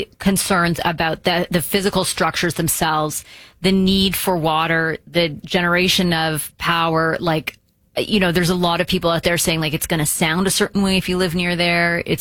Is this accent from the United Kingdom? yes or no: no; Greece; I'm from Greece. Like, I'm Greek, as I say all the time.